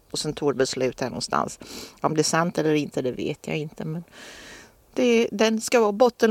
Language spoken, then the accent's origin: Swedish; Djupträsk, Sweden; moved away; jag har ju bott här när jag var liten och växte upp här. Och sen har jag varit borta härifrån typ 30-40 år. Jag bodde någon annanstans ett tag. Men nu, efter alla dessa år, så är jag tillbaka hemma.